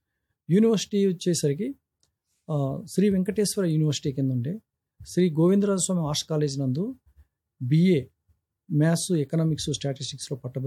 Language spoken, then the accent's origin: Telugu; Tirupati, Andhra Pradesh, India; moved away as an adult; now in Sagar, India; నేను Born and brought up in Tirupati sir. That near to 10 kilometres one village call doctor విప్పమాని పటేడ village. నా schooling అంతా కూడా అక్కడే జరిగింది, తిరుపతిలోను.